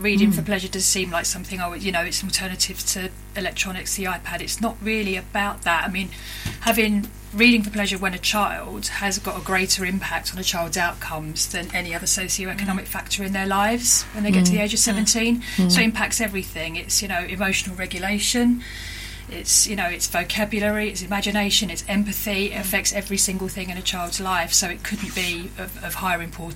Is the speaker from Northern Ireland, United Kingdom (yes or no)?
no; London, United Kingdom; born or raised there